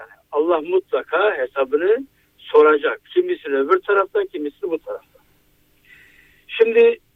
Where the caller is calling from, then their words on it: Ankara, Turkey; ben Ankara'dan arıyorum.